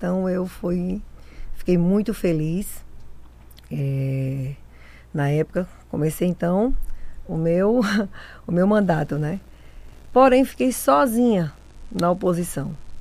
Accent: Paraíba, Brazil; moved away as an adult; also born or lived in São Paulo; now in Roraima, Brazil; Vim da Paraíba, na verdade sou paulista, criada na Paraíba e roraimada. Agora, cheguei aqui em 2003, né, com a esperança de um futuro melhor. Então, cheguei aqui junto com meu esposo

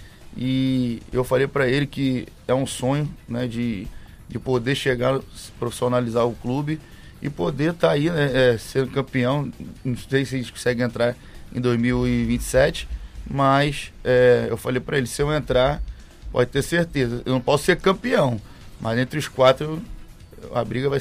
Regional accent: Rio de Janeiro, Brazil; moved away as an adult; now in Boa Vista, Brazil; Sou carioca, né? Vim do Rio de Janeiro, mas eu vou fazer 6 anos aqui em Boa Vista.

